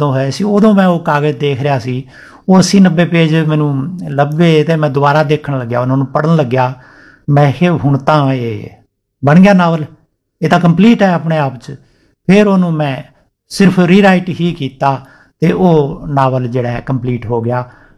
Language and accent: Punjabi; Rajasthan, India; first language Rajasthani; Punjabi is a second language; ਮੈਂ ਸਿੱਧਾ ਰਾਜਸਥਾਨੀ 'ਚ ਕੀਤਾ ਕਿਉਂਕਿ ਮੇਰੀ ਮਾਂ ਬੋਲੀ ਰਾਜਸਥਾਨੀ ਹੈ